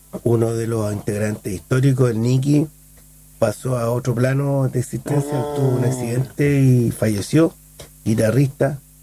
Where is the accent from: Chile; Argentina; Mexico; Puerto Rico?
Chile; Santiago, Santiago Metropolitan Region; now in Santiago Centro, Chile; Yo soy de Santiago Centro en la actualidad, hace ya 18 años, pero mis orígenes están en Pudahuel, en Lo Prado.